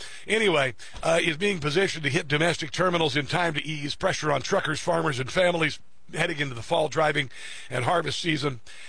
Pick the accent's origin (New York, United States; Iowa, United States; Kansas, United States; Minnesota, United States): Iowa, United States; I was remembering growing up on Iowa